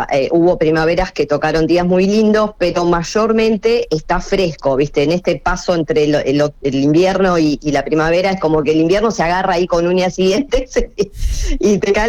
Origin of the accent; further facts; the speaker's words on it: Dolores, Buenos Aires Province, Argentina; now in Pinamar, Argentina; yo soy de Dolores, sí. Estamos acá a 150 kilómetros de Pinamar. En Dolores tenemos un parque gigante que está frente a la ruta